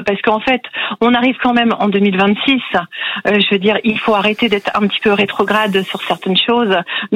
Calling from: Haumont, Hauts-de-France, France; Je vous appelle de Haumont dans le 59.

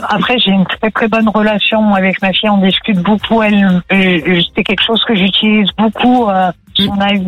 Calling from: Morestel, Auvergne-Rhône-Alpes, France; Je viens de Morestel, c'est dans l'Isère.

